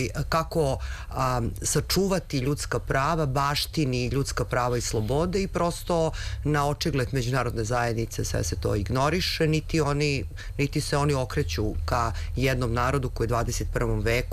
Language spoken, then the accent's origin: Serbian; Pristina, Pristina District, Kosovo; Od kad znam za sebe, ja znam za problem, pošto sam rođena u Prištini i odrasla na Kosovu i Metohiji.